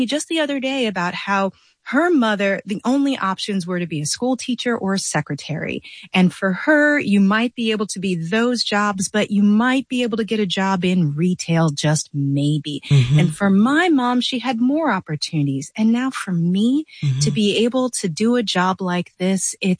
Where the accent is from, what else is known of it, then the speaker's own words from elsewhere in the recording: St. Louis, Missouri, United States; I grew up in St. Louis, Missouri, where we had extreme.